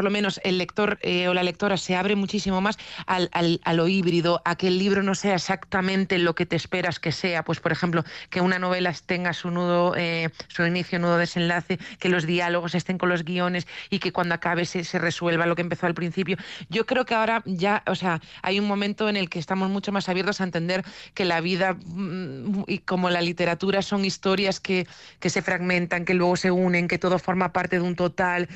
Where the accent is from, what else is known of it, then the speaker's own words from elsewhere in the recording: Vigo, Galicia, Spain; como yo soy de Vigo, el naval en Vigo ha sido y es muy importante a nivel humano, a nivel social, a nivel paisajístico